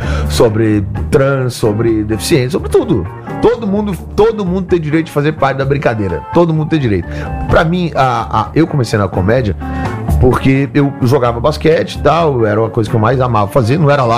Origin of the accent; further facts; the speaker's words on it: Brazil; Eu sou humorista brasileiro.